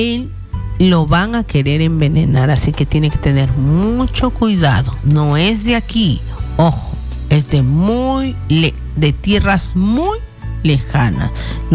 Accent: Peru; now in Ecuador; para mi Perú, porque soy peruana

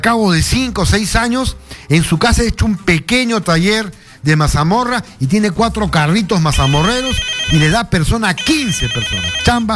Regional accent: Peru; porque así somos los peruanos, pues no.

